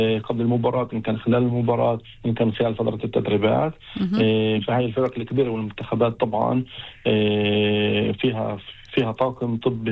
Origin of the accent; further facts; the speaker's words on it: Israel; في بلادنا في إسرائيل